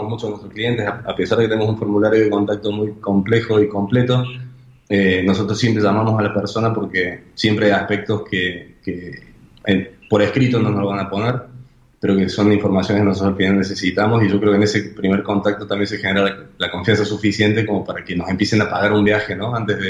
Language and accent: Spanish; Argentina; quiero poder hacer que venga gente a mi país